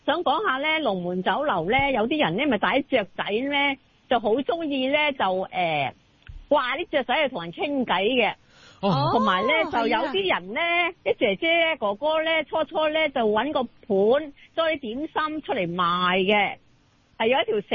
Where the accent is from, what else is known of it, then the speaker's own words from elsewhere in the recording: Causeway Bay, Hong Kong Island, Hong Kong; moved away as an adult; now in Tin Shui Wai, Hong Kong; 因為我搬咗嚟好耐，廿幾年千水圍。係啊，我喺嗰度長大嘅，嚇喺灣仔銅鑼灣長大嘅。